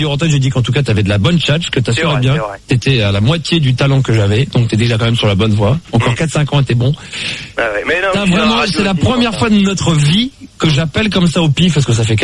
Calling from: Paris, Île-de-France, France; Enfin, je suis de Paris, moi.

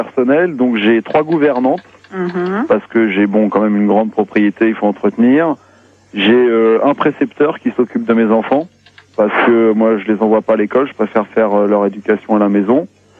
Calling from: Suresnes, Île-de-France, France; J'appelle de Suresnes

